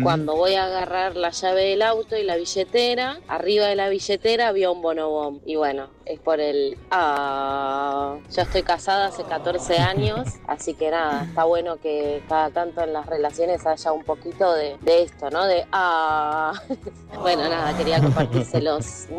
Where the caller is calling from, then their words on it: Caseros, Buenos Aires Province, Argentina; de Caseros. Bueno, estoy trabajando con las apps